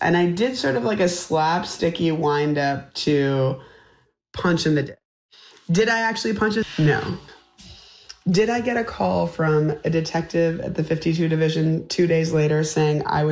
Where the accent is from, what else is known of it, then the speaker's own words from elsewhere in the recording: Canada; I am Canadian!